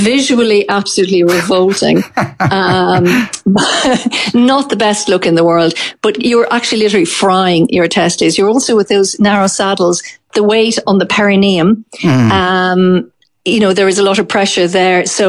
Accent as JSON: {"language": "English", "country": "Ireland", "said": "as an Irish population"}